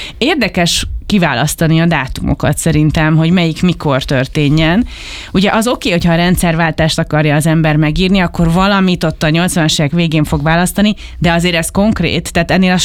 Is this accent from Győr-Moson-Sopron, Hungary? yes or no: no; Budapest, Hungary; ez például én pestiként nekem ez, ha nem lenne pécsi férjem, akkor nem tudnám, mi ez a parasztelosztó.